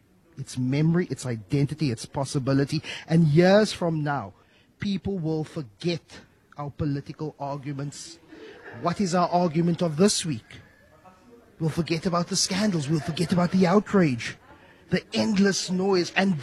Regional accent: South Africa; We are simply South African

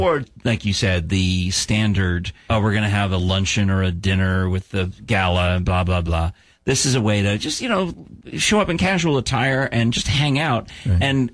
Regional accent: New York, United States; I grew up in New York, and you always would have to go to a Jewish deli to get a Reuben on rye up there.

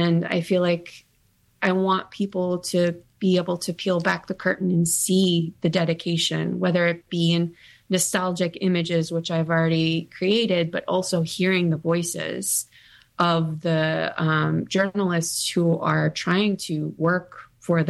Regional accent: Illinois, United States; and in the Midwest because that's where I'm from. I photographed my hometown newspaper in Southern Illinois, which was a joy.

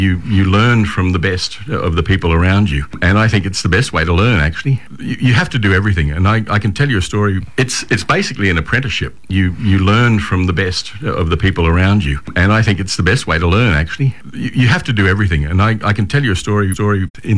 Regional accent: Brisbane, Queensland, Australia; also born or lived in Maryborough, Queensland; now in Armidale, Australia; In Brisbane, I went to the Sherwood State School. After that, in grade six, I moved over to the Church of England Grammar School, as it was called then, otherwise known as Churchy to Queenslanders.

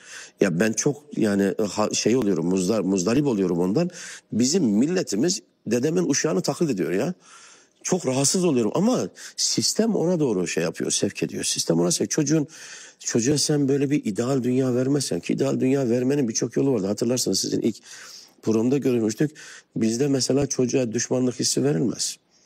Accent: Çarşamba, Samsun, Turkey; Çarşambalıyım.

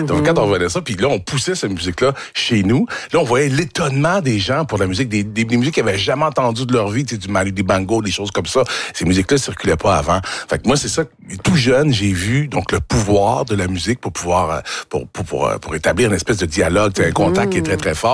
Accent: Sainte-Thècle, Quebec, Canada; Moi, j'étais à Sainte-Tech, dans un petit village de 3000 habitants.

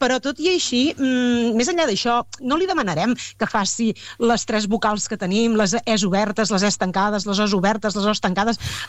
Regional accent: Riudoms, Catalonia, Spain; No entraré en la discussió, però jo sí que sóc de Riudoms, ho dic així clarament

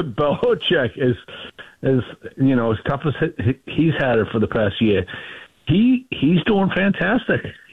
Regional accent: Boston, Massachusetts, United States; they're like, oh, I'm not, because we're from Boston.

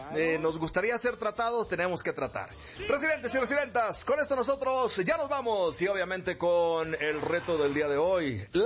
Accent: Mexico; Mucho respeto, tanto para nosotros como mexicanos

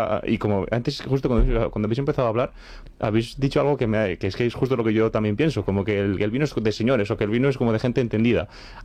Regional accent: Labastida, Basque Country, Spain; mi pueblo es una zona que vive el 90% de los ingresos son del vino. Entonces hay como más cultura, más relación con el vino y sí que yo igual hablo desde una burbujita, ¿no? De Rioja Alavesa o La Bastida

